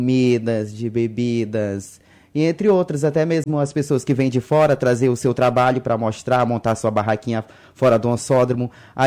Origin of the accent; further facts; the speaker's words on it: Benjamin Constant, Amazonas, Brazil; now in Tabatinga, Brazil; Eu sou da cidade de Benjamim, já, já dançava por lá. Aí vim pra cá